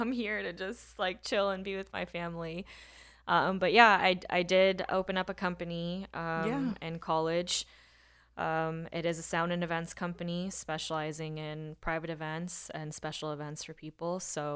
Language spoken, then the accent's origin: English; Round Rock, Texas, United States; I grew up in Round Rock and went to school out there.